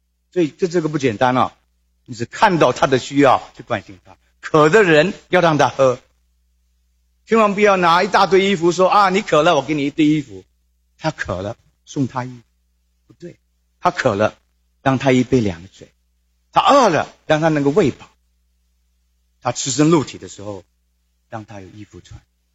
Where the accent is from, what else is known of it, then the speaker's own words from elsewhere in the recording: China; now in United States; 可能你跟我一样，我们是中国人，只要不做坏事情就好了。有一次我的邻居告诉我说，你们这些亚洲人啊